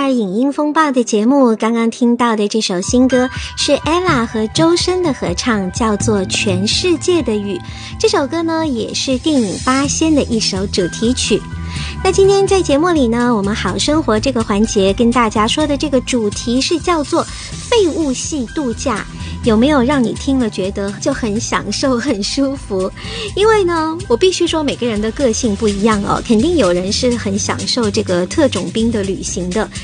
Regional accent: Canada; 像我们加拿大人很喜欢去 Cancun 呢，或者是墨西哥其他的地方

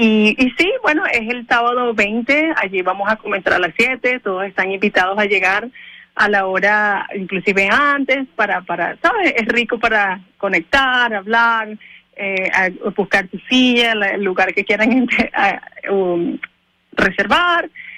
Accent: Cagua, Aragua, Venezuela; Yo soy de Venezuela, del estado de Aragua, de Cagua, un pueblo llamado Cagua

